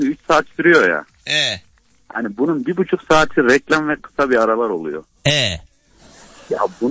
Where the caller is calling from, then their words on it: Konya, Turkey; Konya'dan arıyorum.